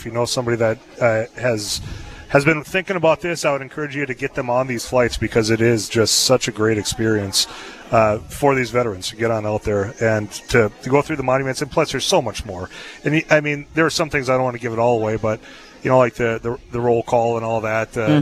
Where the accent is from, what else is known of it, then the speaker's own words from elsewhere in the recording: Leeds, North Dakota, United States; I'm from Leeds, North Dakota